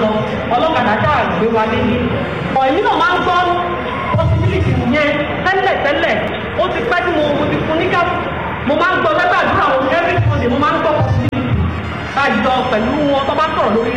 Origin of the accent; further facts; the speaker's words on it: Agbara, Ogun, Nigeria; mo wá láti Àgbárá